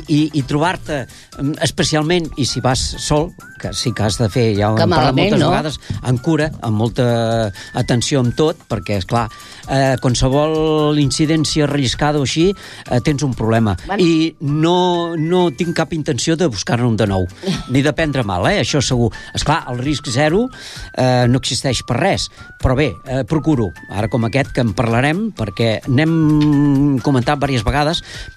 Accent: Tordera, Catalonia, Spain; que vinc de Tordera, que sóc l'únic, home...

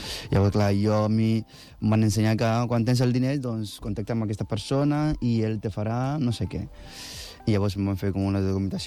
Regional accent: Kumasi, Ashanti, Ghana; moved away; jo sóc d'un poble de Ghana que es diu Kumasi, i dintre d'aquest poble, doncs, el nostre dia a dia era, doncs, aixecar-se al matí, entre setmana vas a l'escola, i per la tarda fas futbol amb amics

